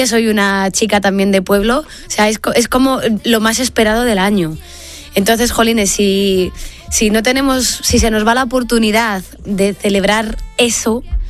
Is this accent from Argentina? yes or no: no; Beganzones, Castile and León, Spain; Mi pueblo está en Beganzones.